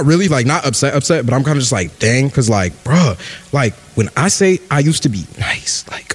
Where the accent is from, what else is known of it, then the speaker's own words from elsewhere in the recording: New York City, New York, United States; I'm from Brooklyn.